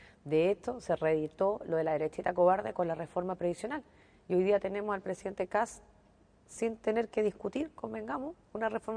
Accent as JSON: {"language": "Spanish", "region": "Antofagasta", "country": "Chile", "tie": "born or raised there", "said": "yo represento a la región de Antofagasta, soy antofagastina, y por lo tanto toda la vida he convivido, primero viendo a mis abuelos con manchitas blancas por el arsénico en el agua"}